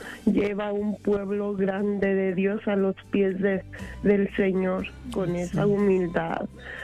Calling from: Denver, Colorado, United States; de la 1340M, Denver, Colorado

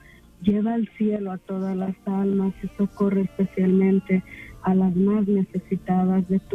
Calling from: San Jacinto, California, United States; De San Jacinto, California.

